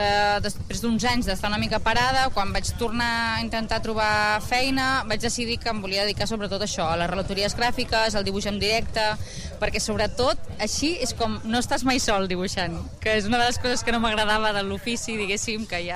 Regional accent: Martorell, Catalonia, Spain; Bueno, jo soc de Martorell, llavors ja...

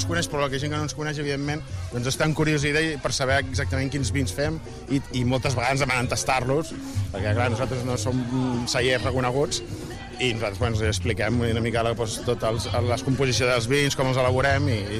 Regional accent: Olesa de Montserrat, Catalonia, Spain; vinc d'Olesa de Montserrat

